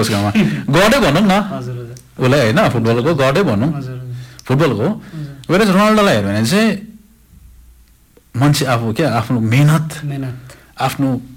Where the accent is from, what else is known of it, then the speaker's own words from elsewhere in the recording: Kurseong, West Bengal, India; हाम्रो खरसाङको लागि दार्जिलिङमा मात्रै होइन हाम्रो जातिको लागि